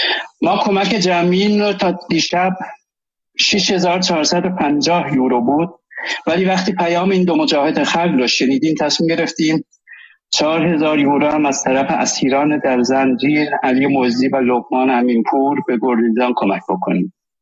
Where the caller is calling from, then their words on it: Germany; و خودم از آلمان.